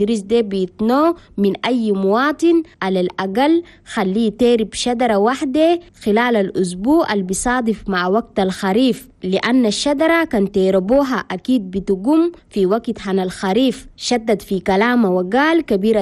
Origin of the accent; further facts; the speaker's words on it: Chad; وبلدنا تشاد